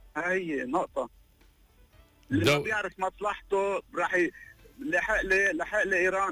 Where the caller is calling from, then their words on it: Lebanon; أنا إنسان لبناني